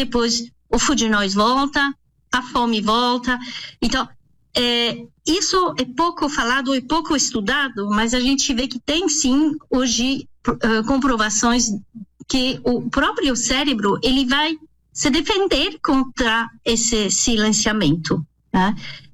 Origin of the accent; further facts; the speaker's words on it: France; also born or lived in United States; now in Brazil; porque eu sou francesa, naturalizada no Brasil, agora sou brasileira, há 26 anos que eu estou no Brasil, e morei também 9 anos nos Estados Unidos.